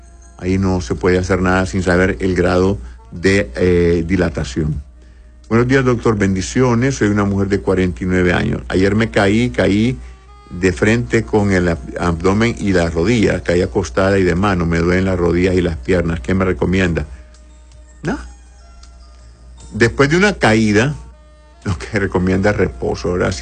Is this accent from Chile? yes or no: no; Honduras; born there; no soy ruso. Yo nací en Honduras, soy hondureño.